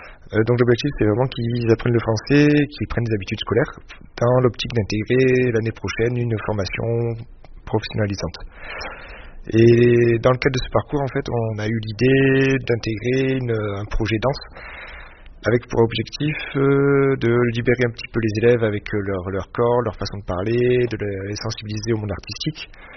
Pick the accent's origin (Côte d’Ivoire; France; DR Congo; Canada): France; Digne-les-Bains, Provence-Alpes-Côte d'Azur; now in Saint-Denis, France; donc j'ai 29 ans, je suis professeur de PS dans un lycée professionnel à Saint-Denis, donc ça fait maintenant 6 ans que je suis ici. Donc j'ai grandi dans un petit village dans le 04 à Dîle-des-Bains.